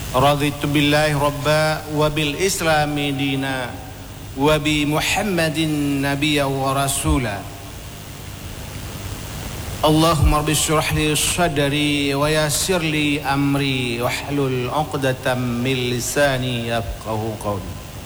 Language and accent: Indonesian; Aceh, Indonesia